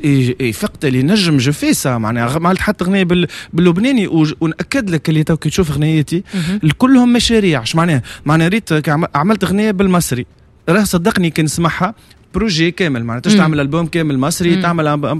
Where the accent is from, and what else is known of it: Tunisia